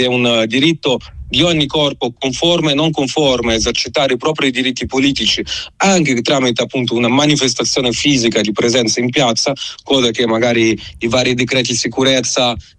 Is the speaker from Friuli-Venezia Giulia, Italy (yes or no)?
no; Lombardy, Italy; now in Milan, Italy; perché appunto parlo da lombardo.